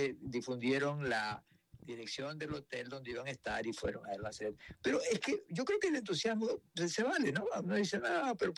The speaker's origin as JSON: {"language": "Spanish", "country": "Ecuador", "moved": "yes", "lives_now": "Grand Rapids, United States", "said": "muchas personas que saben que soy de Ecuador"}